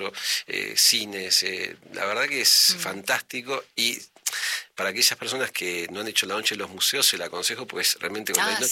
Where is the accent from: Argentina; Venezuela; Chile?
Argentina; Buenos Aires